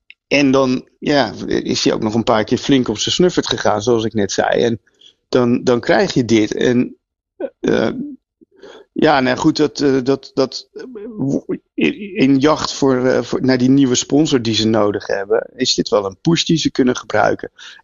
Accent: Netherlands; Voor de Nederlanders, ja, we hebben er natuurlijk niet zo heel veel mee. Maar goed, wij zijn ook geen Spanjaarden.

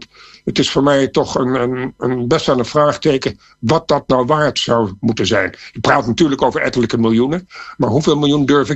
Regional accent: Netherlands; Wij zijn misschien als Nederlander enigszins bevooroordeeld, omdat wij de leeuw natuurlijk direct associëren met ons voetbal, de nummer 1 sport in ons land.

